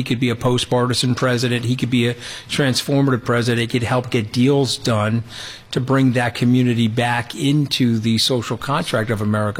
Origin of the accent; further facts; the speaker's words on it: New York, United States; You know, I'm a New Yorker.